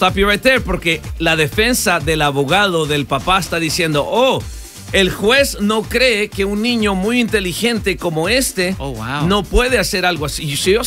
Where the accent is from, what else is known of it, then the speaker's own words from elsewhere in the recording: El Salvador; moved away; growing up, me acuerdo en El Salvador, de donde soy yo